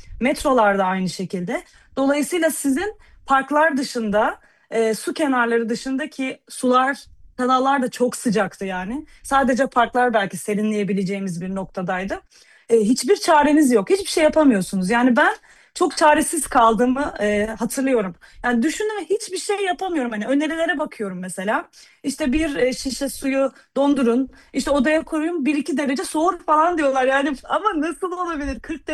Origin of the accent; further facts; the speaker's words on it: Adana, Turkey; Ve ben hani bir Adanalı olarak başta bunun tahmin edilebilir bir sıcaklık olduğunu düşünüyordum.